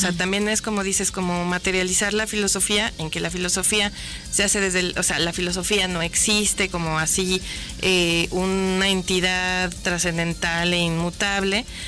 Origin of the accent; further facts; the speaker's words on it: Aguascalientes, Mexico; porque no es lo mismo hablar desde Aguascalientes, que es una periferia de una periferia.